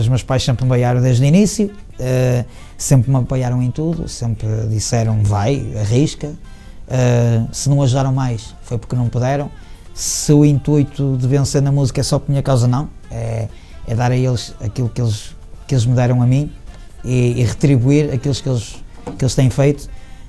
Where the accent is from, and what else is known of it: Penafiel, Porto, Portugal